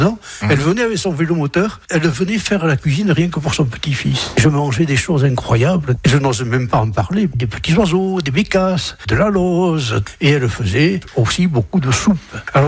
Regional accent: Nouvelle-Aquitaine, France; accent: Gascon; Je suis d'Acois à l'origine, donc forcément gascon capetout, comme on dit.

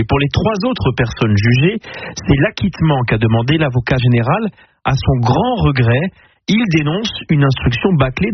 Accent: Normandy, France; Et y compris chez nous en Normandie, dans le Calvados, c'est un département certes moins exposé que ceux du sud de la France

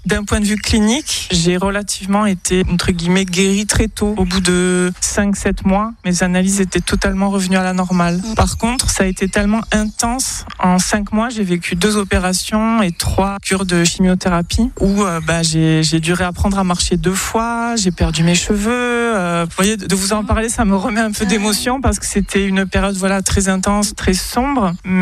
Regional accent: Bayonne, Nouvelle-Aquitaine, France; j'ai 48 ans et je suis de Bayonne.

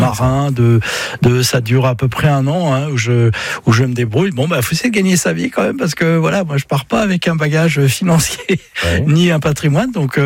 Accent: Brittany, France; je suis breton et puis je le ressens profondément.

